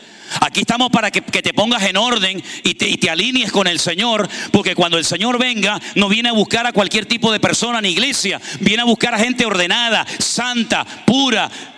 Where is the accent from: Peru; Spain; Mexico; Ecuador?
Spain; moved away; Yo no sé lo que me voy a encontrar en España cuando llegue. Yo salí de España y está patas arriba aquello.